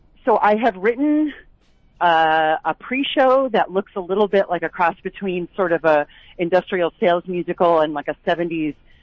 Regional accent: Chicago, Illinois, United States; moved away; I'm from Chicagoland.

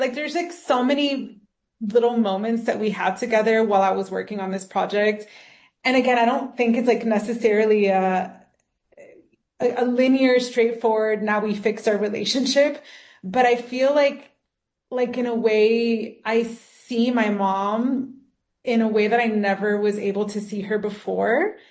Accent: Miami, Florida, United States; moved away as an adult; now in Mexico; always say that I'm the gringa of the family. Like, I have two brothers who grew up here in Mexico. I grew up in Miami.

